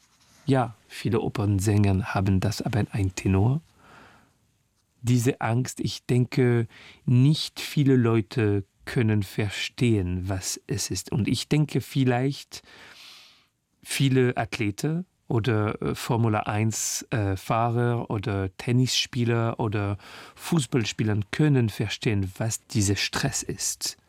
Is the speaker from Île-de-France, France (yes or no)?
yes; Paris, Île-de-France, France; born there; German is a second language; weil ich singe ein paar Kilometer von wo ich geboren bin, in Clinique des Lilas, beim 20e Arrondissement.